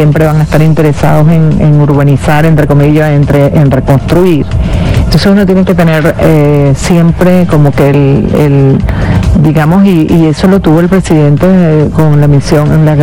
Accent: Venezuela; porque todos somos venezolanos, ¿no?

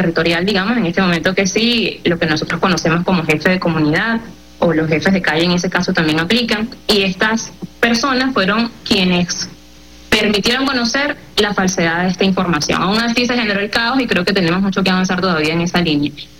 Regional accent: La Guaira, Venezuela; pero yo soy de La Guaira y bueno, he venido aquí también sintiendo bastante lo que ha ocurrido.

